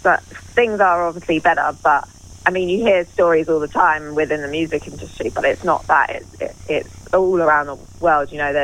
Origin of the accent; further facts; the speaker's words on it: London, United Kingdom; born there; Yeah, I'm in London. I live in London and I was born in London.